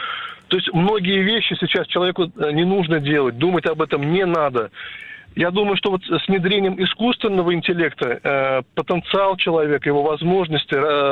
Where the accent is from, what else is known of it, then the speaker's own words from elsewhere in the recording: Kazan, Tatarstan, Russia; я из Казани